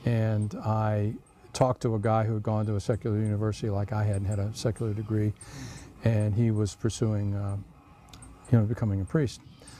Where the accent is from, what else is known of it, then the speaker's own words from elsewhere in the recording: Michigan, United States; you know, I'm from Michigan originally.